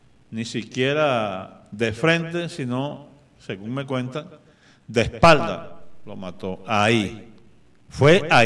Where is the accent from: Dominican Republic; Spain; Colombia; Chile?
Colombia; San Juan del Cesar, La Guajira